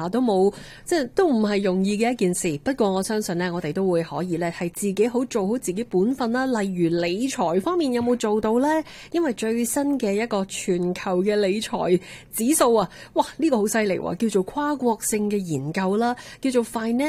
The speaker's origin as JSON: {"language": "Cantonese", "country": "Canada"}